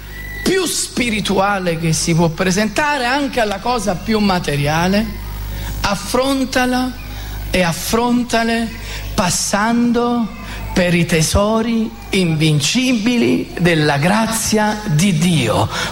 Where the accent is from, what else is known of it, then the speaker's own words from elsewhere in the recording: Naples, Campania, Italy; Io sono napoletano